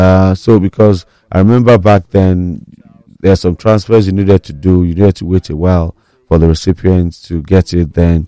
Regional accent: Nigeria

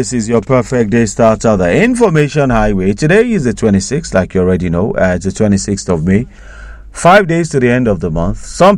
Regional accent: Nigeria; as Nigerians?

